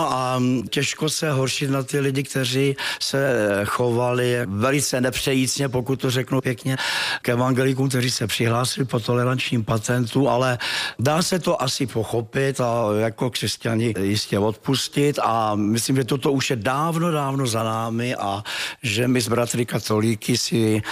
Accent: Křížlice, Liberec Region, Czechia; mě je 70, takže tady hraju 50 let rozhodně. Ano. Já pocházím tady od Křížlic

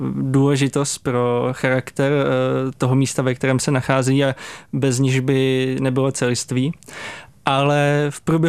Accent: Jablonec nad Nisou, Liberec Region, Czechia; Asi úplně na začátku bylo to, že jsem vyrůstal v Jablonci nad Nisou, což je hezký město, hezké místo, rád se tam vracím

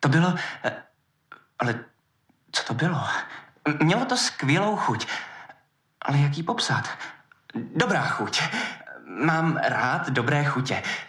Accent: Vietnam; Víte, jsem z Vietnamu. Moje maminka měla stánek na noční polévku hned ve vstupních dveřích našeho domu v Hojanu.

